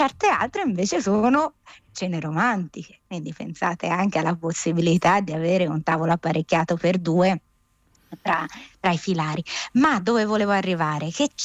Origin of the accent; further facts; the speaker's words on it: Tuscany, Italy; accent: Tuscan; io sono toscana